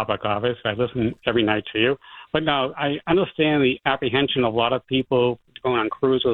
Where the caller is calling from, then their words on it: Plymouth, Massachusetts, United States; from Plymouth.